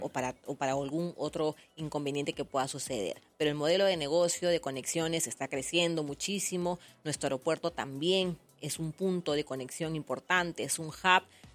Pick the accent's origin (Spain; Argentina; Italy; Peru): Peru